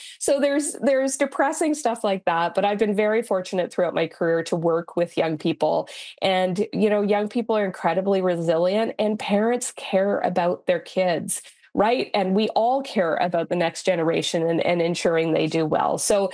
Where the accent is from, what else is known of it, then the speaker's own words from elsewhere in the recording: Saskatchewan, Canada; Like I grew up in Northern Saskatchewan, and passing on the family farm, right, to the next generation is quite normal.